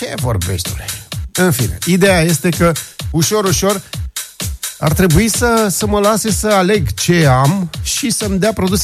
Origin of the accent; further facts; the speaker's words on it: Romania; noi suntem români.